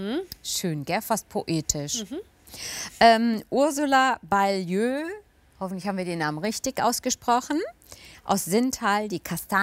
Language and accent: German; Friedberg, Hesse, Germany; Friedberg, meine Geburtsstadt übrigens. Gell, das sage ich ja jedes Mal. Ich bin Friedberger Mädchen.